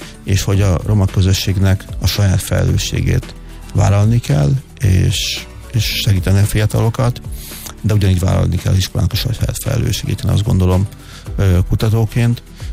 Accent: Szabadszállás, Bács-Kiskun, Hungary; moved away; szabadszállásra onnan származom

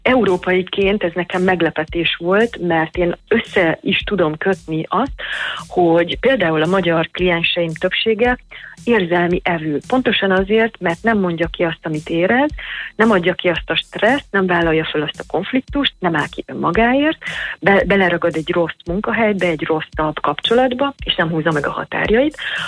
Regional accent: Hungary; now in Tuscany, Italy

